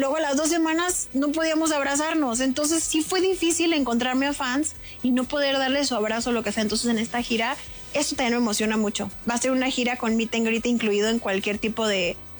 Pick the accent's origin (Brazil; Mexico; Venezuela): Mexico; Culiacán, Sinaloa; Yo soy de Culiacán.